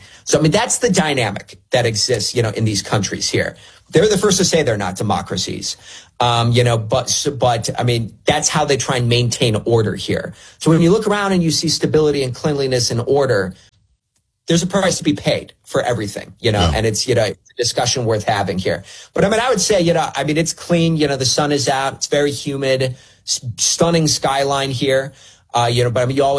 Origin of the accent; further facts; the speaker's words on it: Cleveland, Ohio, United States; now in Qatar; I feel way more safe here in Qatar than I do in my hometown of Cleveland, Ohio.